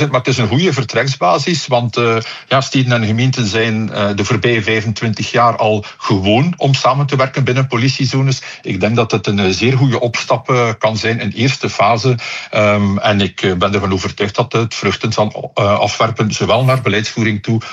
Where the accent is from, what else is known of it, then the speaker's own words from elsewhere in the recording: Flanders, Belgium; Ik voel mij ook Velzekenaar, maar ik voel me ook Zottegemnaar. Ik voel me Vlaming, ik voel me Belg.